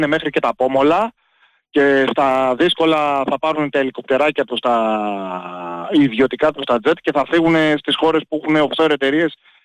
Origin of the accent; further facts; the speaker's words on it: Eastern Macedonia and Thrace, Greece; κατάγομαι από Εύρο.